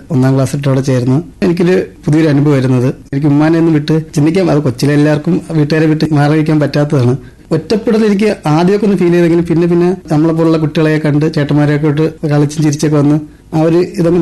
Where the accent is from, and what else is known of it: Varkala, Kerala, India; born or raised there